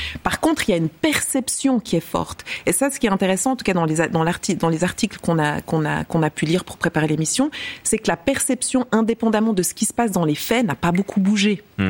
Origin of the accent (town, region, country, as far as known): Switzerland